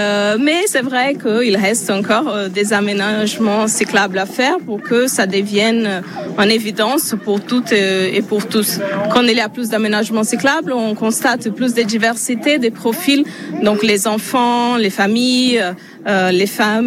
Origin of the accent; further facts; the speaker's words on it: São Paulo, Brazil; French is a second language; now in Nice, France; Moi, je commençais à vélo dans ma ville natale, São Paulo, donc en mégalopole avec très peu d'aménagements cyclables.